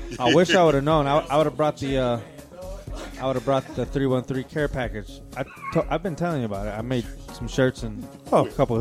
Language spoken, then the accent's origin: English; Lansing, Michigan, United States; Something back in my hometown, Lansing.